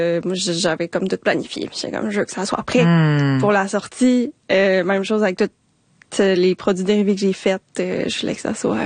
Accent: Quebec City, Quebec, Canada; now in Montreal, Canada; je viens de Québec.

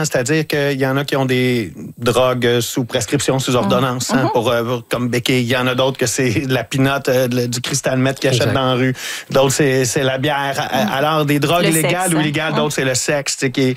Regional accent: Lavaltrie, Quebec, Canada; now in Montreal, Canada; Non, mais quand je suis arrivé, moi, je viens de la Valtrie, dans la région, okay, de la Naudière. Mm-hmm. Puis quand je suis arrivé à Montréal, c'était ma porte d'entrée vers Montréal.

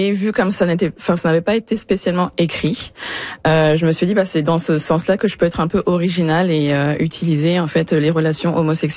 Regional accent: France; Ben, parce que je suis française

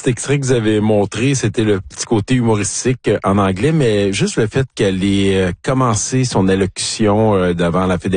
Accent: Canada; chez nous, au Canada

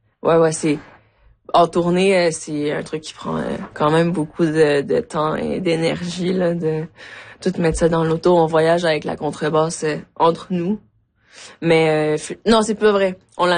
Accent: Quebec, Canada; French is a second language; also born or lived in Mexico; Je suis née au Mexique. Je suis arrivée au Québec à 9 ans. Je parlais pas un mot de français. Je suis allée en classe d'accueil. Ouais. J'ai fait mon adolescence au Québec.

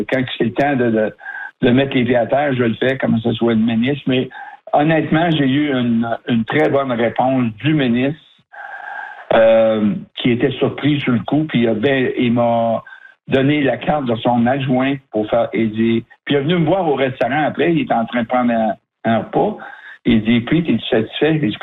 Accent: Hearst, Ontario, Canada; moi j'ai un projet chez nous à Hearst, c'est un stationnement pour gros camions.

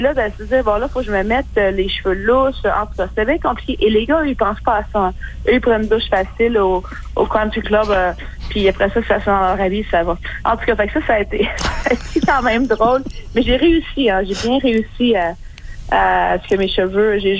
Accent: Quebec, Canada; moved away as an adult; now in Ontario, Canada; j'ai quand même passé 20 ans de ma vie ici, bien sûr, je viens du Québec.

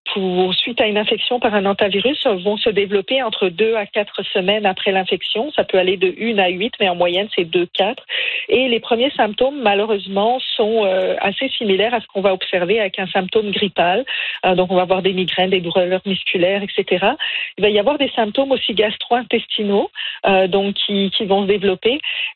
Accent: Canada; chez nous au Canada

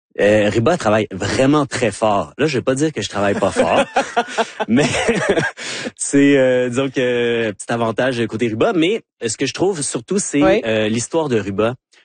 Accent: Vanier, Canada; born there; je suis né à Vanier, en face du marché du store. Mais donc je suis un deuxième génération.

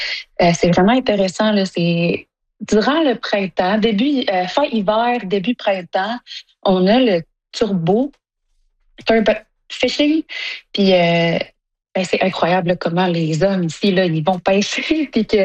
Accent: Sept-Îles, Quebec, Canada; J'essaie aussi de me reconnecter avec ce côté-là que j'ai pas pu vraiment faire, là, quand j'ai grandi à Sept-Îles.

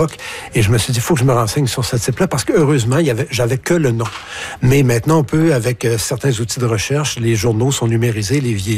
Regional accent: Rivière-du-Loup, Quebec, Canada; moved away; il savait que je suis natif de Rivière-du-Loup.

